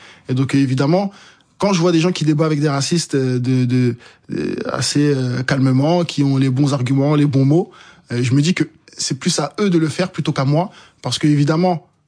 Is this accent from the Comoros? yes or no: yes; Comoros